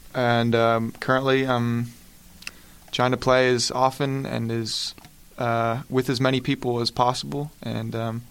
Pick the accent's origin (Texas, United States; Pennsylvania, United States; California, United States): Pennsylvania, United States; Sewickley; I am originally from Swickley, a little bit outside of the city.